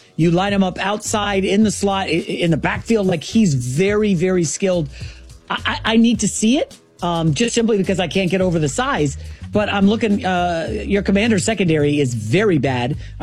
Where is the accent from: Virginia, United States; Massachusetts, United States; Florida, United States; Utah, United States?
Virginia, United States; I grew up in Northern Virginia.